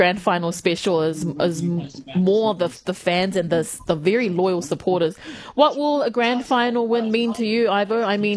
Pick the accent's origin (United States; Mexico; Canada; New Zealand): New Zealand; now in Australia; Honestly, I come from New Zealand. It's a big rugby country